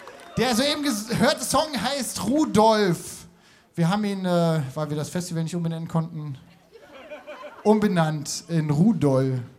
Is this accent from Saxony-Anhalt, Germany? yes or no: yes; Halle an der Saale, Saxony-Anhalt, Germany; Wir sind aus Halle an der Saale. Das liegt in Sachsen-Anhalt.